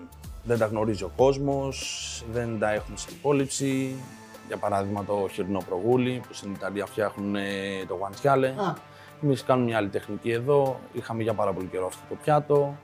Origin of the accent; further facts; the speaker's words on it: Greece; moved away as an adult; πίσω στην πατρίδα μου.